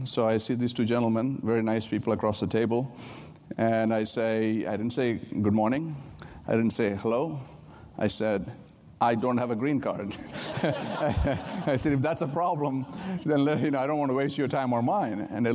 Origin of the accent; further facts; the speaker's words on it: Kerala, India; born there; I was born in India, in a small state of Kerala, right on the southern side of the Florida of India, let's say.